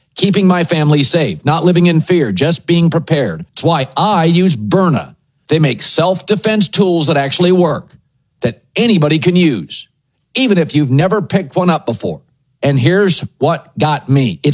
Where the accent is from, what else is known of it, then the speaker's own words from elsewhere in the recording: Washington, United States; When I was a kid and growing up in the Northwest, the Huskies